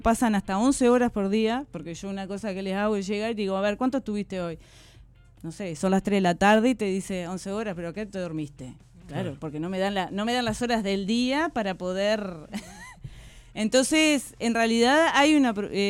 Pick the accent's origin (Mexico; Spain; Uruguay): Uruguay; Florida; moved away as an adult; now in La Paloma, Uruguay; yo no me mudé hace 2 años acá y veo la diferencia de... Bueno, yo vivo en Maldonado, Montevideo, y en realidad soy de Florida.